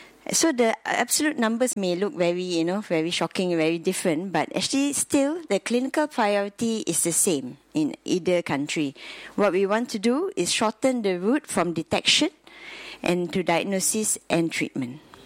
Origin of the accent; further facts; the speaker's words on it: Malaysia; So I'm from Malaysia.